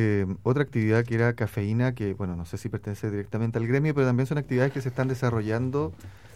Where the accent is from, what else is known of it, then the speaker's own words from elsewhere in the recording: Concepción, Biobío, Chile; yo soy de Concepción